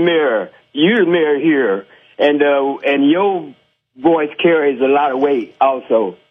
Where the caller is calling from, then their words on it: United States; because I'm from Avondale.